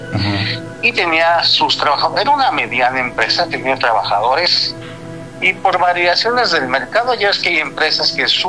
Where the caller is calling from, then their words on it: Toluca, State of Mexico, Mexico; de Toluca